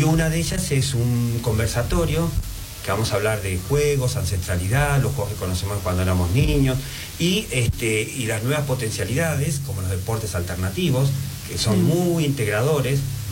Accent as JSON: {"language": "Spanish", "region": "Patagonia", "country": "Argentina", "said": "Miren que yo soy muy patagónico"}